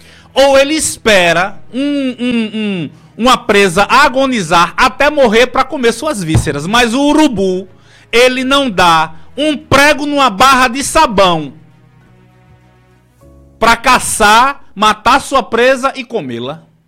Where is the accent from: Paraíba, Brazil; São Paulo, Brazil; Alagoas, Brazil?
Paraíba, Brazil; Santa Rita; Nasci em Santa Rita e vivo a política de Santa Rita na casa de Severino Maroja desde os 15 anos de idade.